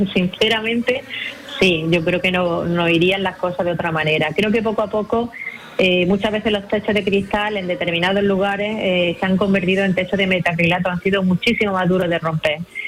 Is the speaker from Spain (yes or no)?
yes; Linares, Andalusia, Spain; Yo nací en un barrio, en Linares, en el barrio de Santa Ana